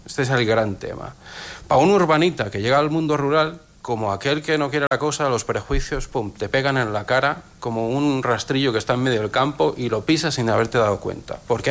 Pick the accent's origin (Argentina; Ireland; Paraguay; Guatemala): Ireland; also born or lived in Ibiza; now in Barcelona, Spain; Yo soy irlandés, medio ibicenco, en origen, de ahí el apellido, soy hijo de algún turístico, no tengo pueblo, yo no tenía pueblo, tenía centro turístico.